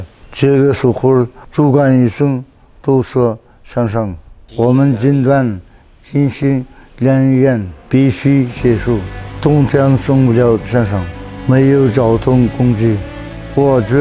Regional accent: Xinjiang, China; born there; 小的时候在牧师生活

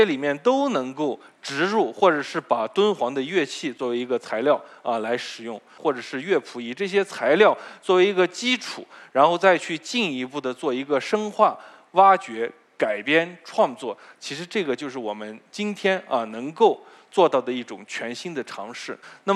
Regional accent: China

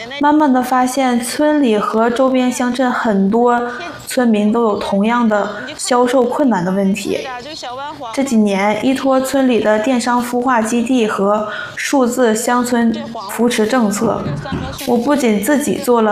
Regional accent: Ulanhot, Inner Mongolia, China; 我是土生土长的三河村人，

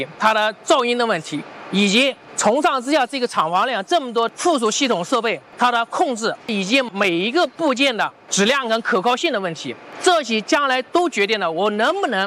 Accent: Xinjiang, China; 用咱们新疆话通俗的讲

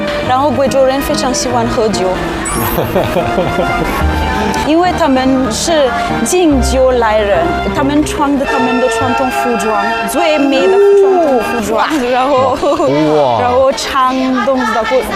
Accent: Madagascar; Chinese is a second language; moved away as an adult; now in China; 我来自马达加斯加。

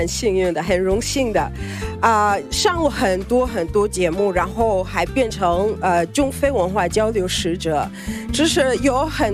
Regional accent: Kenya; 大家好，

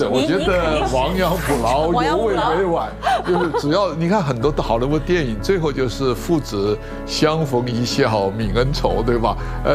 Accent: China; 我们中国人讲家和万事兴

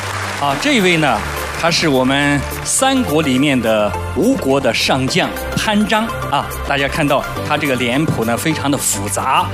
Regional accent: Shaanxi, China; 我们陕西人说话都像吵架一样啊，高门大嗓的

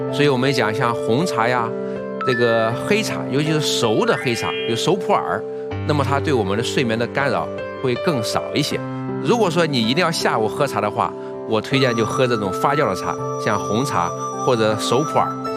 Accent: China

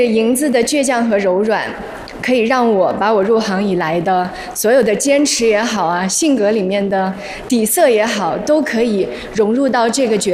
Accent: Shanghai, China; 上海是我长大的地方，在这里特别特别的有归属感。

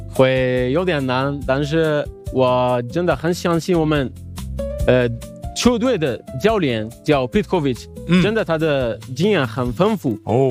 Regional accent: Algeria; Chinese is a second language; moved away as an adult; now in Guiyang, China; 来自阿尔及利亚，已经来中国三年了，现在在贵州大学读书。

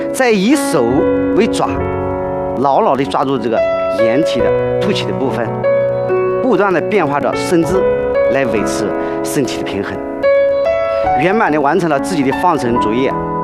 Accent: Wuwei, Anhui, China; 我害怕过，因为我的老家是在无为，它是鱼米之乡。

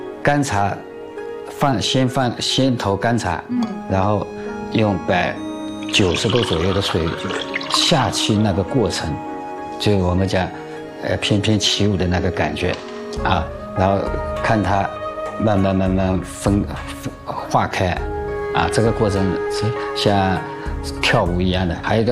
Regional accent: Hangzhou, Zhejiang, China; 特别是我们杭州人

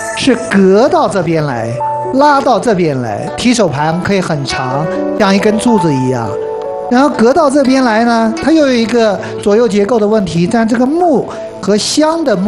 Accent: Shanxi, China; 我们中国人建房子，我们山西嘛，乔家大院我们曾经

